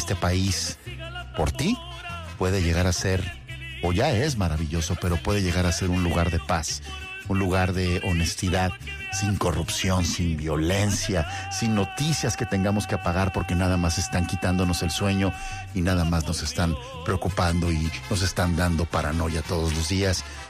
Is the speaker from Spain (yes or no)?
no; Mexico